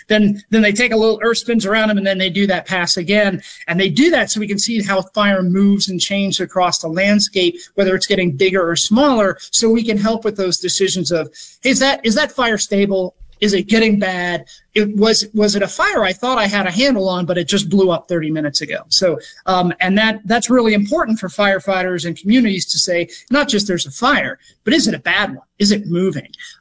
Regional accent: Gulf Coast, United States; I grew up in the Gulf Coast, so I grew up with hurricanes.

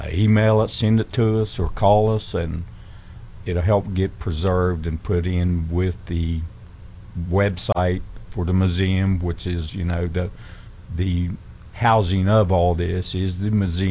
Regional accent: Cowen, West Virginia, United States; my hometown, which is, you know, from Cowan, West Virginia

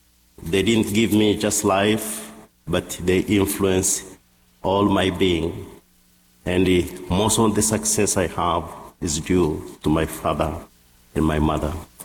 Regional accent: Tanzania; English is a second language; I come from Tanzania. Tanzania is one of the Eastern African countries that was first colonized by the Germans.

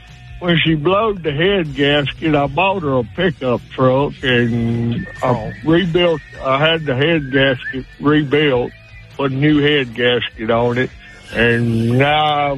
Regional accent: Tuscaloosa, Alabama, United States; No, I'm from Tuscaloosa.

